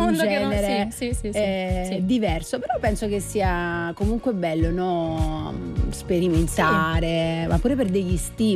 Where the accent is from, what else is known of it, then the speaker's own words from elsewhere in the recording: Campania, Italy; Cavolo, però noi siamo napoletani, abbiamo un po' questa tendenza a collegare dei momenti di scaramanzia, di tradizione.